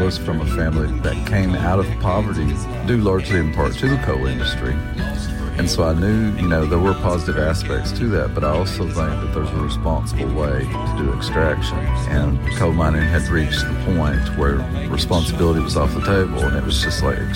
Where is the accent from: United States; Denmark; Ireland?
United States; Kentucky; now in Lexington, United States; I'm from Eastern Kentucky, and I live in Lexington, Kentucky. I lived in my hometown for the first 35 years of my life